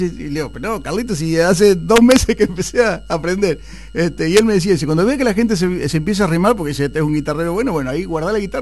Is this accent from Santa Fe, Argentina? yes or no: no; General Villegas, Buenos Aires Province, Argentina; born there; moved away; la idiosincrasia de General Villegas, ¿no? De mi lugar en el mundo.